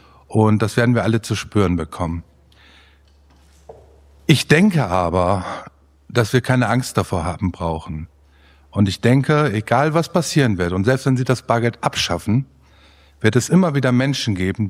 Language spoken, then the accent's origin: German; Hagen, North Rhine-Westphalia, Germany; von 2004 bis 2009 lief das Projekt in Hagen, in meiner Heimatstadt.